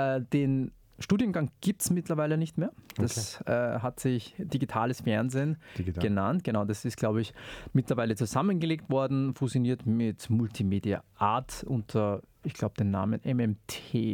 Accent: Salzburg, Austria; im Zuge des Unterrichts hat man halt viele Sachen gelernt, die man als Salzburger auch noch nicht gehört hat oder zumindest es nie hinterfragt hat.

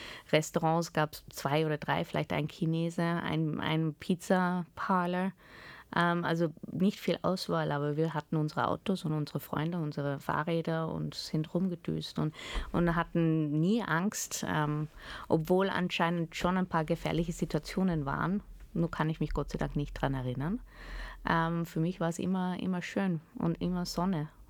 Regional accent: Austria; aber wir haben immer Deutsch geredet, ich bin in Österreich geboren, ich habe in Österreich maturiert. Jetzt bin ich wieder in Österreich seit 16 Jahren, also ich bin schon viel mehr Österreicherin als Holländerin.

